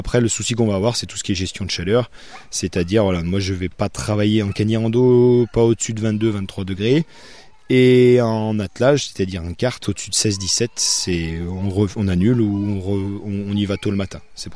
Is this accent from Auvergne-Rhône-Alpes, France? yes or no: yes; Auvergne-Rhône-Alpes, France; je suis originaire de Marle, dans ces eaux-là.